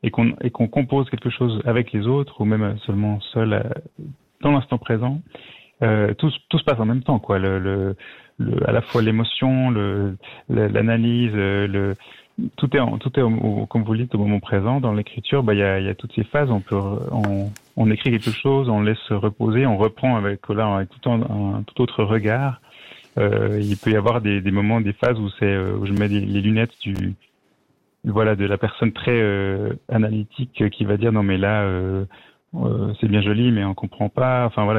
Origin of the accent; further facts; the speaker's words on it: Lausanne, Vaud, Switzerland; now in Vevey, Switzerland; Finalement, je suis né à Lausanne, j'ai passé maintenant j'habite à Vevey, mais j'ai habité 20 ans là-bas.